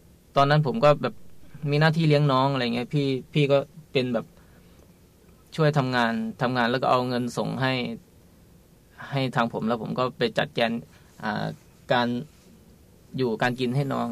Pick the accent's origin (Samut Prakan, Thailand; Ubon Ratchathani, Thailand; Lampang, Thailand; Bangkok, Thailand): Ubon Ratchathani, Thailand; Khemarat; เป็นคนจังหวัดอุบลราชธานีครับที่อำเภอเขมราชครับ